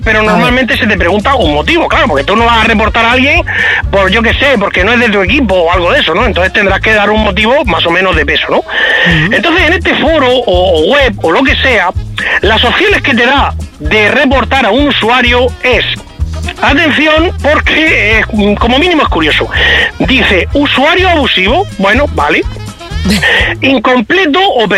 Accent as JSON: {"language": "Spanish", "region": "Region of Murcia", "country": "Spain", "said": "esto además me toca porque es de mi tierra"}